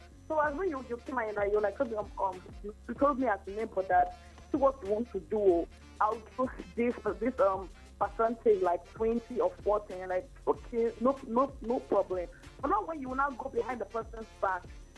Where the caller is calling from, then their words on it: Rumuolumeni, Rivers, Nigeria; I'm calling from Rumalog.